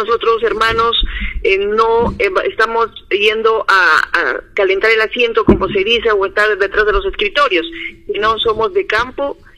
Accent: Cusco, Peru; que nos beneficia para nosotros tener gas como cusqueños

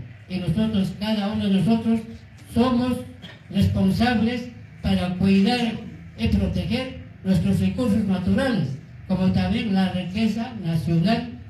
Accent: Colquemarca, Cusco, Peru; yo soy de Colquemarca, de la comunidad campesina de la Calaca Yanque, Paruapa Gran Chico. Es valle interandina, por ahí está Charamurá y Urubamba. Más abajo está Saiwa de Huascabamba, de Capajmarca.

